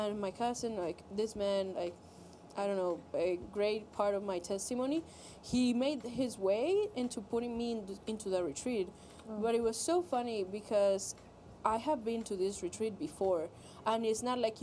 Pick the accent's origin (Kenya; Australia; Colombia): Colombia; moved away as an adult; I am from Colombia. I was born and raised there. I left my country when I was 22, so that's a pretty long time. I am as Colombian as a person can be.